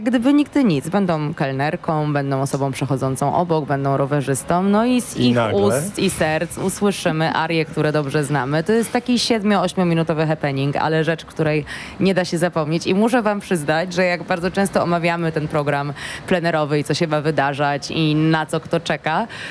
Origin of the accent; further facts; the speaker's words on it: Poznań, Greater Poland Voivodeship, Poland; Jestem poznanianką